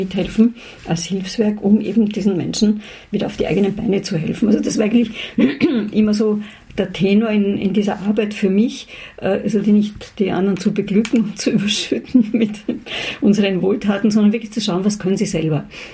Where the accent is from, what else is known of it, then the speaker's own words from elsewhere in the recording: Vienna, Austria; also ich bin Wienerin und bleibe es auch. Und da gehöre ich hin.